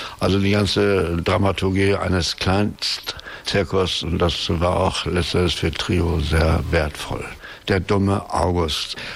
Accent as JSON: {"language": "German", "town": "Sonderbusch", "region": "Lower Saxony", "country": "Germany", "tie": "born there", "said": "Nein, ich bin hier oben geboren. Ich bin im Sonderbusch geboren. Das ist in der Nähe von Wilhelmshaven."}